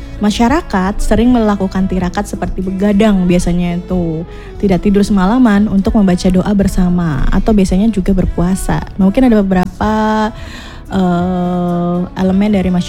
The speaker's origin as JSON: {"language": "Indonesian", "region": "Java", "country": "Indonesia", "said": "ada Jawa kayak kita nih"}